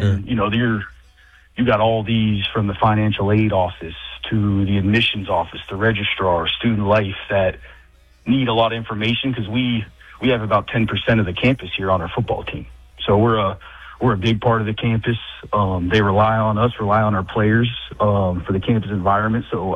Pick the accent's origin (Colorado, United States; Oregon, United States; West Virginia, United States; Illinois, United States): West Virginia, United States; Morgantown; there's a bunch of guys from that I grew up with in Morgantown